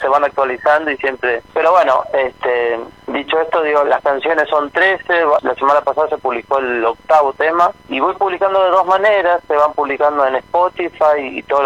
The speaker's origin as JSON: {"language": "Spanish", "town": "Elisa", "region": "Santa Fe", "country": "Argentina", "moved": "yes", "lives_now": "Buenos Aires, Argentina", "said": "Soy de Elisa, pero vivo en Buenos Aires."}